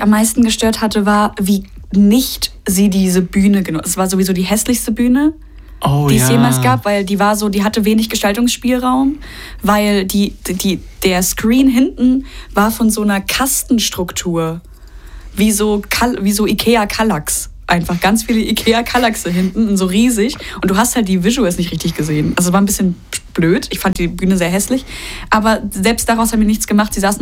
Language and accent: German; Saxony, Germany; moved away; Ich komme ja aus Sachsen.